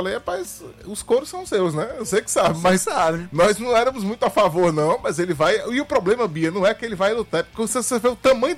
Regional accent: Maranguape, Ceará, Brazil; Eu sou nascido, criado e residente em Maranguape.

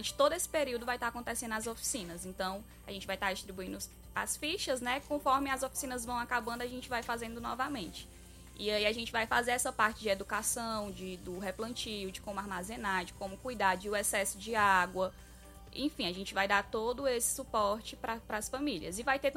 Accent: Fortaleza, Ceará, Brazil; A gente é aqui de Fortaleza, né?

